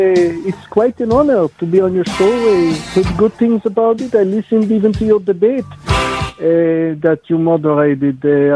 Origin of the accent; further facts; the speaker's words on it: Israel; English is a second language; No, I am from Israel, and I live in a small little town, Givat Machshev